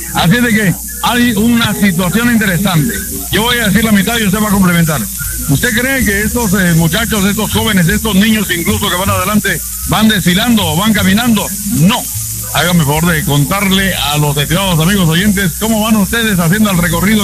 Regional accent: Guatemala; yo no soy de Cobán ni de Alta Verapaz, sino que vengo del centro de la República

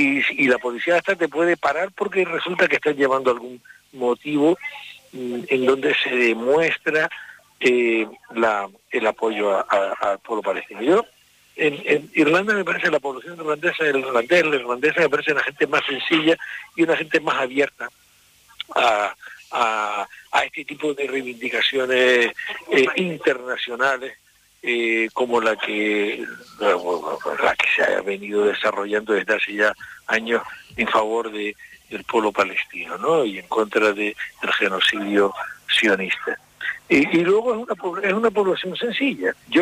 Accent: Canary Islands, Spain; colegas ahí de nuestra tierra canaria

